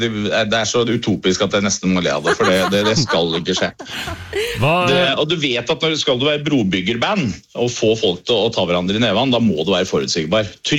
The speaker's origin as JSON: {"language": "Norwegian", "region": "Innlandet", "country": "Norway", "said": "Jeg er fra Gudbrandsdalen, liksom."}